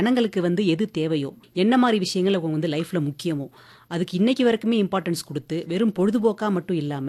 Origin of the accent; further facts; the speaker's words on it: Chennai, Tamil Nadu, India; நான் வந்து பிறந்து வளர்ந்ததெல்லாம் சென்னையில்.